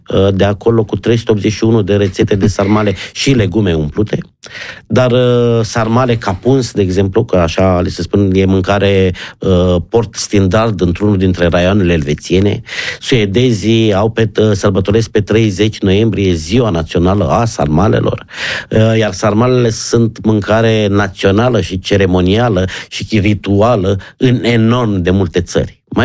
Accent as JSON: {"language": "Romanian", "region": "Sălaj County", "country": "Romania", "said": "pentru că sunt din Sălaj, doar într-un singur județ."}